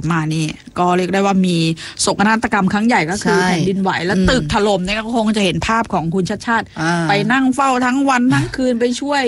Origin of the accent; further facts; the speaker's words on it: Bangkok, Thailand; ในฐานะคนกทมต้องพูดได้เต็มปากเต็มคำเหมือนกัน